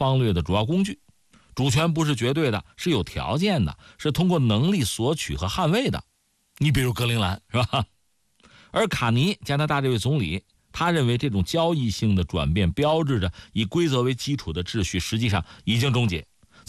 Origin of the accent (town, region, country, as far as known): China